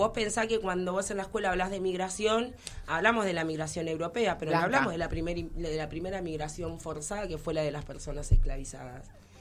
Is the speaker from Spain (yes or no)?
no; Argentina; Quizás para nosotros, como país Argentina, sí.